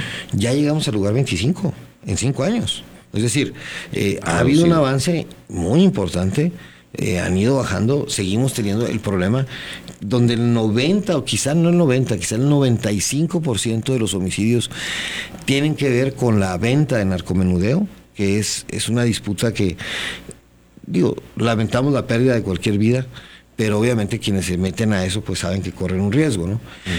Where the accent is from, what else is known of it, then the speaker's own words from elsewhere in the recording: Mexico; Somos mexicanos